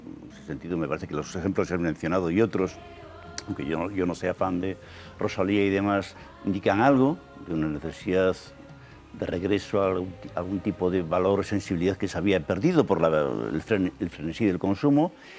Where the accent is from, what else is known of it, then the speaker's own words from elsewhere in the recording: Galicia, Spain; yo como gallego soy desconfiado.